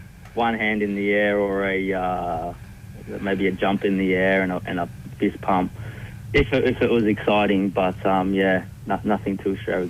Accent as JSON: {"language": "English", "town": "Coolum Beach", "region": "Queensland", "country": "Australia", "tie": "born or raised there", "moved": "yes", "lives_now": "Central Coast, Australia", "said": "I was very young. I grew up in Queensland on the Sunshine Coast."}